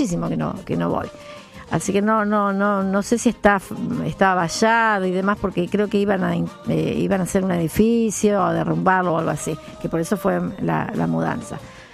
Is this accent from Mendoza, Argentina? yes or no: no; San Nicolás, Buenos Aires Province, Argentina; … de San Nicolás.